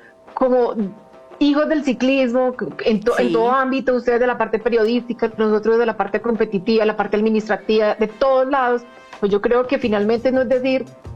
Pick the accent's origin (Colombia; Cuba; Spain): Colombia; que nos ha marcado también como colombianos y como país.